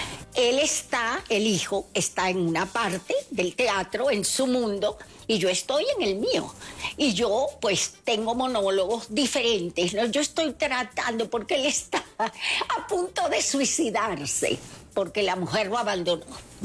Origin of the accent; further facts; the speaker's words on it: Venezuela; Y que terminó en mi país, fíjate. Terminó en Venezuela